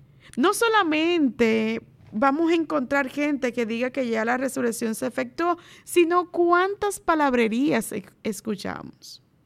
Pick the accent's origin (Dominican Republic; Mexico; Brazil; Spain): Dominican Republic; como buenos dominicanos que somos